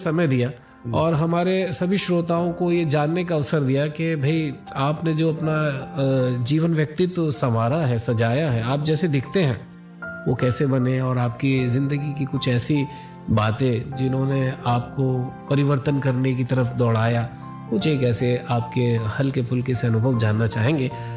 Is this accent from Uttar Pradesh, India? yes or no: yes; Muzaffarnagar, Uttar Pradesh, India; मैं यूपी मुजफ्फरनगर से ताल्लुक रखता हूँ